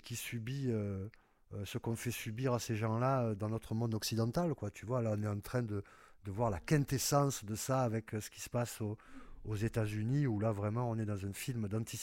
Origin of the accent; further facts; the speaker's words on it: Marseille, Provence-Alpes-Côte d'Azur, France; moi en tant que Marseillais